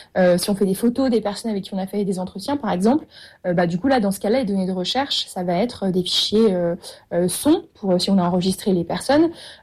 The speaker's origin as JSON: {"language": "French", "town": "Lyon", "region": "Auvergne-Rhône-Alpes", "country": "France", "said": "Donc, moi, j'étais à Lyon avant. Enfin, je suis lyonnaise d'origine."}